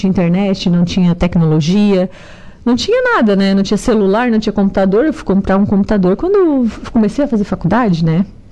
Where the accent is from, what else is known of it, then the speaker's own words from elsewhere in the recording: Araranguá, Santa Catarina, Brazil; eu nasci e me criei em Araranguá, né, no bairro Morro do Pronto, Espigão. Meus pais, né, são agricultores